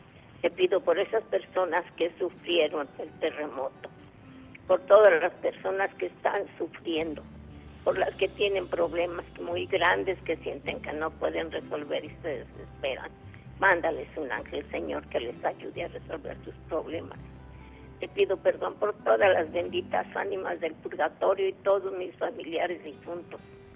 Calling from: Zapopan, Jalisco, Mexico; De aquí, de Zapopan, Jalisco.

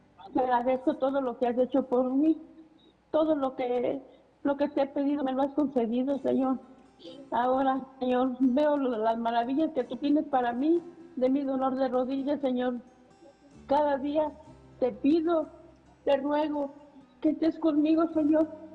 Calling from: Valle de Bravo, State of Mexico, Mexico; Sí, soy la única que le marco de aquí de Valle.

